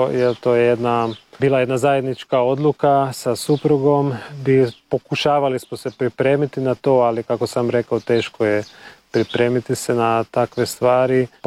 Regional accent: Pécs, Baranya, Hungary; moved away as an adult; now in Szalánta, Hungary; ja sam rođen u Peču i odrastao sam u Peču, ali uvijek sam bio povezan sa Salantom jer mama je odavdje, cijela obitelj njena.

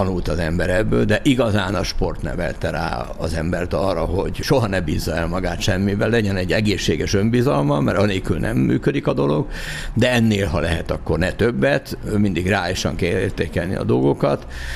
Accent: Agárd, Fejér, Hungary; also born or lived in Zugló, Budapest; Igen, hát én 4 éves voltam, amikor Zuglóból oda költöztünk, mert államosítottak édesapám pékségét, és lementünk az agárdi házunkba.

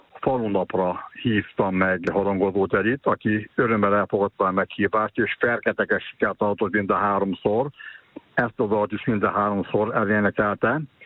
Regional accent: Nagybeszántó, Hungary; also born or lived in Apc; A Nagybeszántón cseperedtem. Onnan Apcra költöztünk, de minden nyarat a Nagybeszántón töltöttünk.

